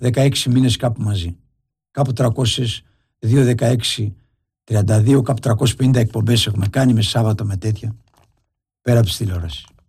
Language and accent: Greek; Eklouvi, Ionian Islands, Greece; Εγώ είμαι από Εκλουβή.